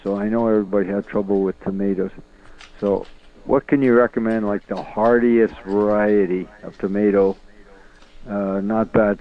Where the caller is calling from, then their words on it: Winnipeg, Manitoba, Canada; Calling from Winnipeg.